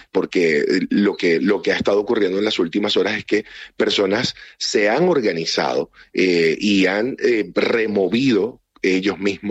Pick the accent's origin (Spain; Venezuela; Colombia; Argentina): Venezuela; como venezolano lo digo, ojalá lo hagan y lo hagan bien